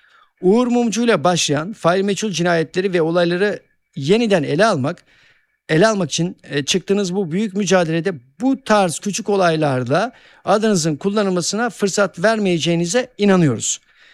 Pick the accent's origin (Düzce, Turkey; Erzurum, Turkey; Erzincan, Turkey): Erzincan, Turkey; Ben çocuktum, ben de Erzincanlıyım.